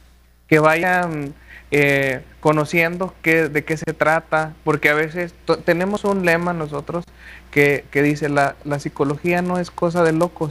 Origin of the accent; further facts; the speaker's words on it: Cuencamé, Durango, Mexico; yo soy originario del municipio de Cuencamé